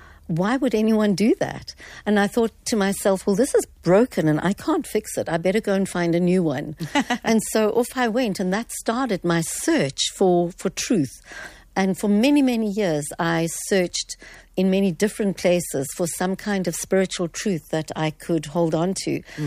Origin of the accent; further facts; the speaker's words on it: Fish Hoek, Western Cape, South Africa; So I grew up in Fishhook, so in the deep south.